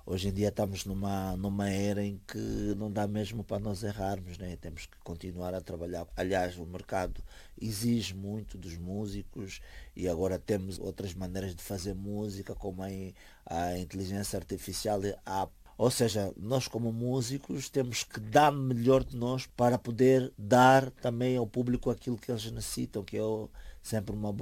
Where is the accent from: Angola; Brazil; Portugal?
Angola; moved away; Para mim será bom estar na minha terra natal